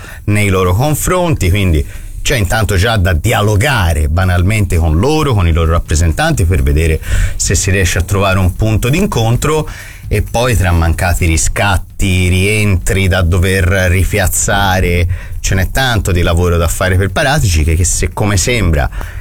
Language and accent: Italian; Florence, Tuscany, Italy; perché io sono nato in periferia, cresciuto in periferia, ma per l'appunto qui in periferia.